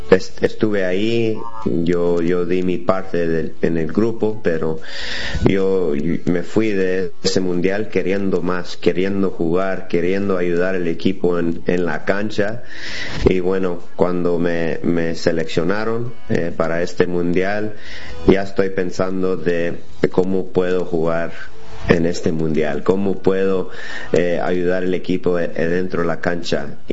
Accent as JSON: {"language": "Spanish", "town": "Los Angeles", "region": "California", "country": "United States", "tie": "born or raised there", "lives_now": "Seattle, United States", "said": "Yo nací en Los Ángeles, me crecí ahí, 18 años, y me fui al colegio, a la universidad en Seattle, y ahí me quedé otros 12, 13 años ahí en Seattle"}